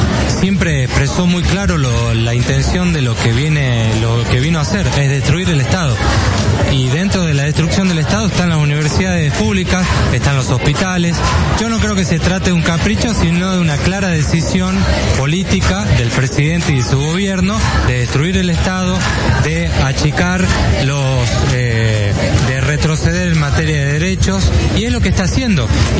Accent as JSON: {"language": "Spanish", "country": "Argentina", "said": "la sociedad se está expresando para defender lo que tan grande nos ha hecho como nación, como Argentina, que son las universidades públicas."}